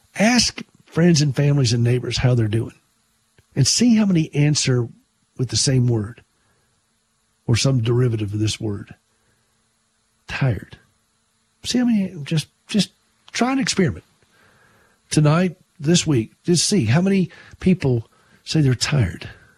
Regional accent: South Carolina, United States; In fact, I just saw in my hometown there in South Carolina, the church there that I knew the church

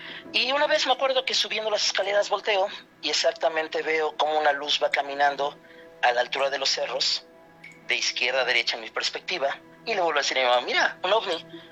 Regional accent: Atlixco, Puebla, Mexico; now in Puebla, Mexico; Yo soy de Puebla. Sí, señor. Pero toda mi vida estuve en Atlixco.

